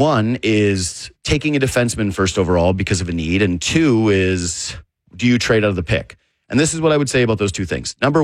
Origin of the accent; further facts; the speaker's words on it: Whitehorse, Yukon, Canada; moved away; I'm from Whitehorse, Yukon